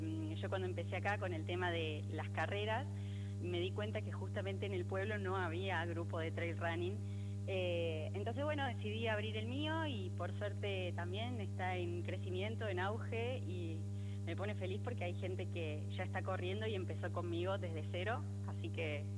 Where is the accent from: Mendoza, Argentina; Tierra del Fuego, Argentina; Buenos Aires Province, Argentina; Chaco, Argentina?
Tierra del Fuego, Argentina; Ushuaia; moved away; nací, viví muchos años en Ushuaia.